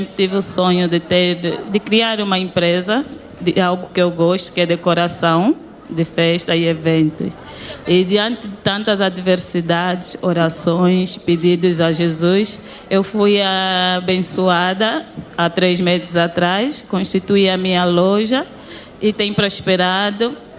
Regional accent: Luanda, Angola; Sou de Luanda.

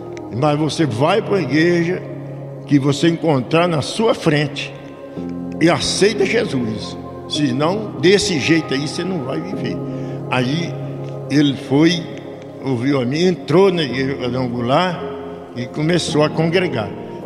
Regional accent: Brazil; eu sou brasileiro, igual você também, eu moro no Brasil

